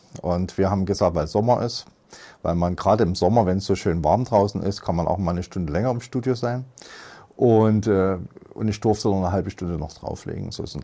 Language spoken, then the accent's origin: German; Leipzig, Saxony, Germany; 1970 geboren in Leipzig, noch wohnhaft in Leipzig.